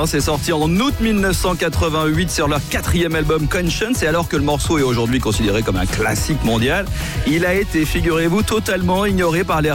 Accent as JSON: {"language": "French", "country": "France"}